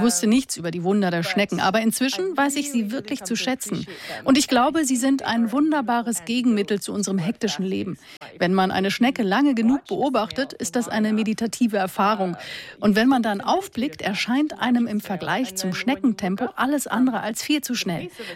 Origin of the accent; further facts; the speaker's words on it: Ukraine; Immer wieder sind mir als Ukrainerin im Westen diese stereotypen Vorstellungen darüber begegnet, wie ich aussehen sollte als ukrainische Frau oder wie ich mich verhalten sollte.